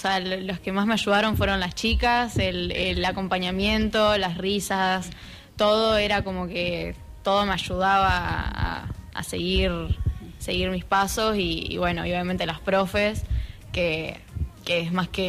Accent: La Pampa, Argentina; moved away as an adult

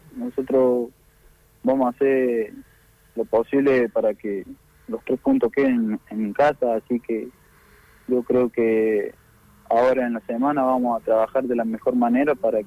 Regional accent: San Luis, Argentina; mucho viento, mucho frío, que en San Lu

